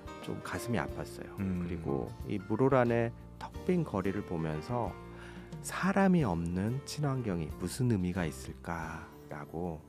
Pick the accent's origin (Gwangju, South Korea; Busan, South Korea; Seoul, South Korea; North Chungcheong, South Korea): Gwangju, South Korea; now in Pohang, South Korea; 제 고향은 전라남도 광주인데요.